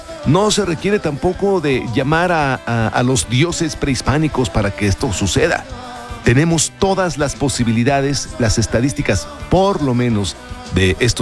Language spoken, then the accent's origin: Spanish; Mexico; siendo mexicanos